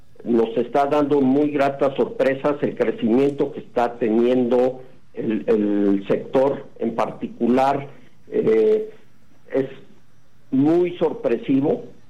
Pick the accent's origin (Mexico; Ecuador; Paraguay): Mexico; lo digo como mexicano en particular